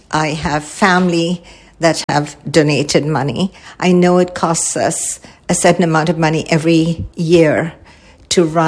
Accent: India; I grew up in India and I saw so much poverty.

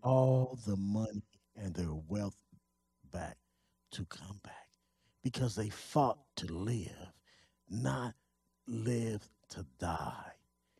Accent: Pomona, California, United States; my hometown of Pomona

